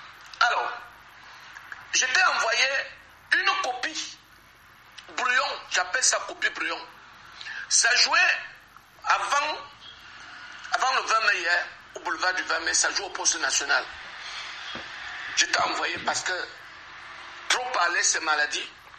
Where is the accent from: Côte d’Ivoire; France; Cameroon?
Cameroon; je me sens plus mieux chez moi au Cameroun qu'ailleurs, quel que soit ce qu'on me réserve ailleurs. Je suis Camerounais de père et mère. Et je me sens plus à l'aise au Cameroun qu'ailleurs.